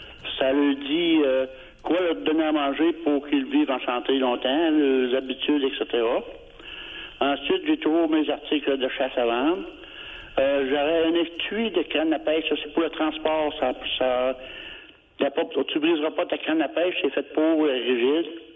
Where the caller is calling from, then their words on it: Chicoutimi, Quebec, Canada; j'appelle de Chicoutimi.